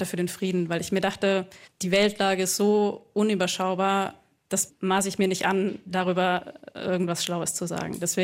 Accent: Tal, Baden-Württemberg, Germany; Nee, also ich komme aus der Nähe von Ulm, aus einem kleinen schwäbischen Dorf, das heißt Tal mit TH, muss man nicht kennen.

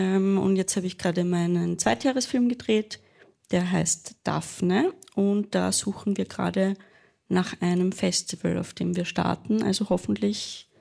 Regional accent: Burgenland, Austria; Also ich bin in Burgenland aufgewachsen und ab dem ich 14 war, immer nach Wien gependelt, ans Musikgymnasium nach Wien.

